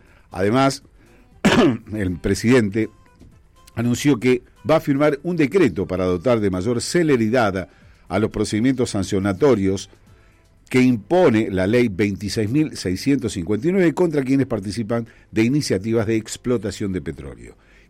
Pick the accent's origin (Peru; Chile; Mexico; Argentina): Argentina